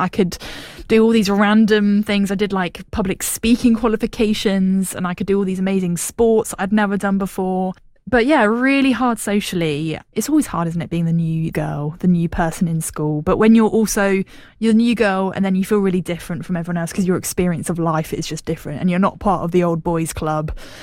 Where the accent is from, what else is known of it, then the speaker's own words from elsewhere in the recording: South West England, United Kingdom; accent: West Country; I grew up in West Wiltshire. I mean, when I say I'm from the West Country, people kind of say Wiltshire's not really the West Country. But if you've heard the accent, then it absolutely is.